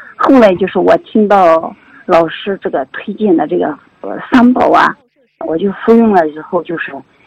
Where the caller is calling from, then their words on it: Zhangye, Gansu, China; 我来自甘肃张掖